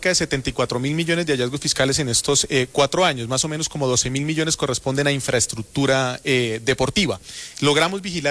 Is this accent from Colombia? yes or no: yes; Colombia; Hace poco pasó el Festival Folclórico de mi tierra, que se hace el 7 de agosto, que es el festival más antiguo de Colombia folclórico.